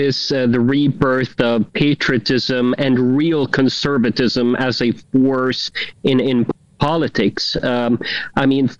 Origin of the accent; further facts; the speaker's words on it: Sweden; Sweden is my home country.